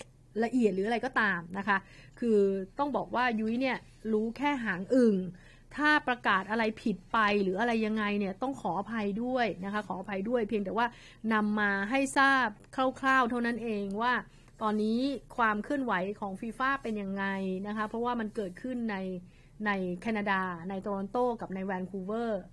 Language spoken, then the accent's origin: Thai; Bangkok, Thailand; พื้นเพคนกรุงเทพนะคะ